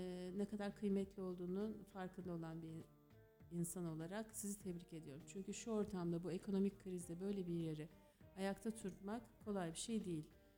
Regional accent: Aydın, Turkey; Aydınlıyım, evet.

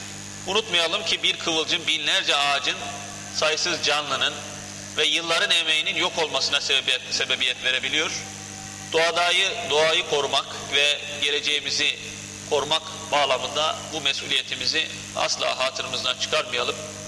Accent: Kayseri, Turkey; ben bir Kayserili olarak

